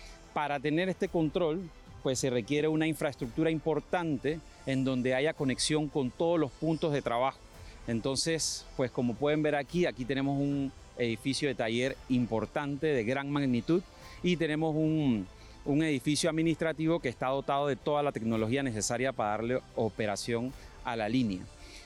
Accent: Panama; yo como panameño

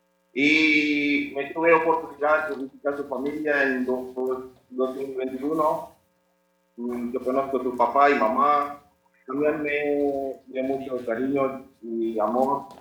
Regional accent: India; Spanish is a second language; moved away; soy de la India

